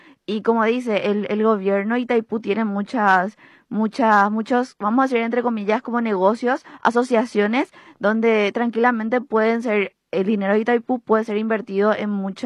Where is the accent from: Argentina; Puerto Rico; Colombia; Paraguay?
Paraguay